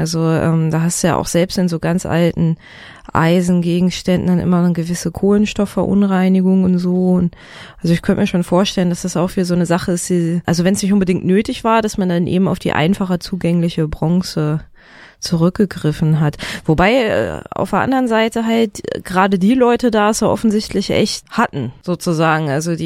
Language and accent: German; Northern Germany, Germany; da wo ich herkomme, so Norddeutschland, da gibt's Moorleichen manchmal.